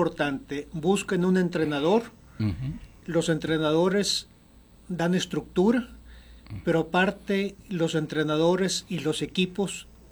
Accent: Sonora, Mexico; somos 4 sonorenses los que tenemos esta medalla.

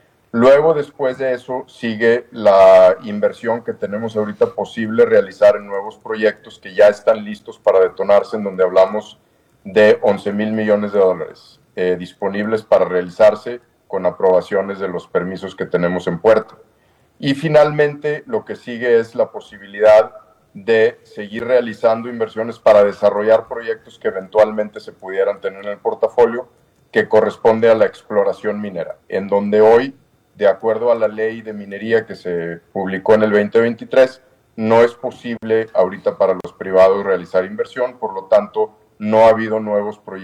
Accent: Mexico; los primeros beneficiados de la posibilidad de volver a abrir el sector minero somos los mexicanos.

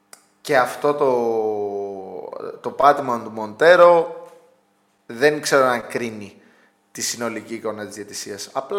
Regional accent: Greece

